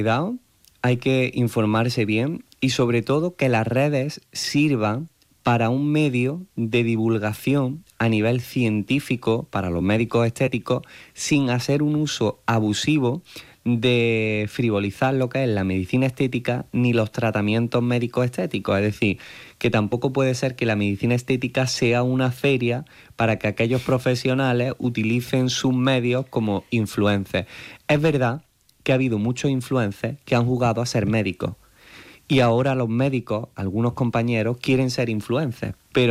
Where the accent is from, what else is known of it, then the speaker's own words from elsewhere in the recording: Córdoba, Andalusia, Spain; en mi tierra, en Córdoba.